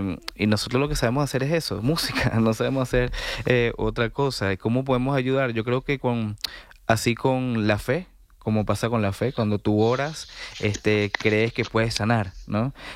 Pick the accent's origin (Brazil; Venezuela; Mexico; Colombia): Venezuela; Puerto Cabello, Carabobo; now in Spain; Soy de Puerto Cabello, estado Carabobo.